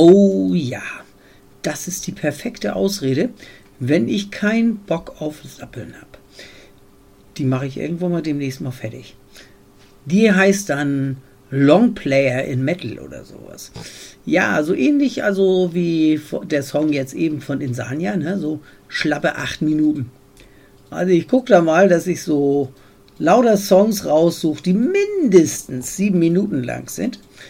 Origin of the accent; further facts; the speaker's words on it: Hamburg, Germany; ich komme aus Hamburg, wir reden nicht so viel.